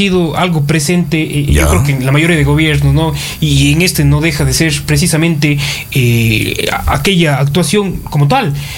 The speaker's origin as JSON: {"language": "Spanish", "country": "Ecuador"}